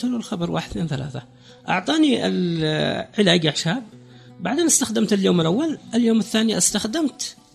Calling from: Raymah, Yemen; انا من ريما

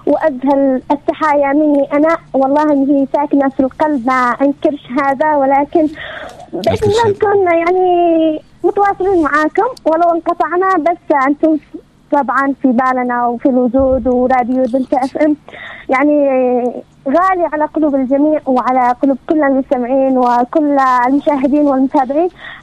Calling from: Raymah, Yemen; سلامي على ريمه دياري وقريتي وسكانها كامل

